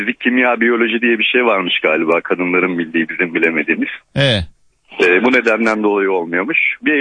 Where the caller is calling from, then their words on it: Istanbul, Turkey; İstanbul'dan arıyorum, bankacıyım.